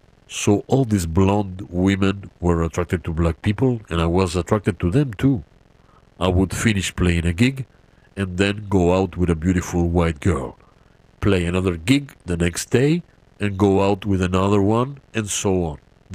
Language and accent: English; Uruguay; until I told them I was South American, that I came from Uruguay.